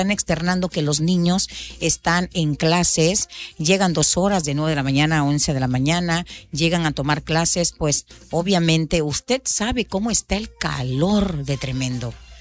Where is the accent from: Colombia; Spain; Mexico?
Mexico; yo soy mexicana